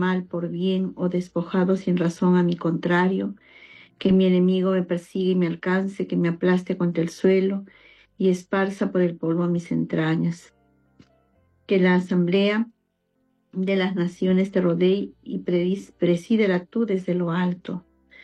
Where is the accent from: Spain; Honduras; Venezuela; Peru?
Peru; esa necesidad como peruanos de poder vivir en un país reconciliado, con valores, con estabilidad que tanto anhelamos, con esa paz y con todos los principios que también tenemos como cristianos católicos.